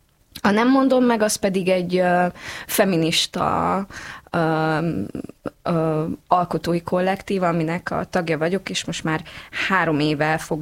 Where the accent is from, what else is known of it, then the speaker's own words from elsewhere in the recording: Transylvania, Romania; mivel erdélyi vagyok